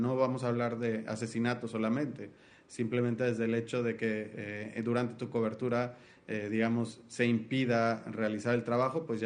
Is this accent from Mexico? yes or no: yes; Veracruz, Mexico; En el caso de Veracruz, de donde yo soy, solo el 31% de los casos tiene culpables en la cárcel.